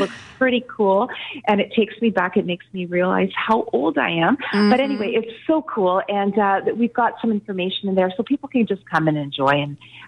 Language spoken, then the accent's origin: English; Canada; born there; my parents came to this country, they were immigrants. So for me, and I was born in Canada, of course, but for me, it's also very heartfelt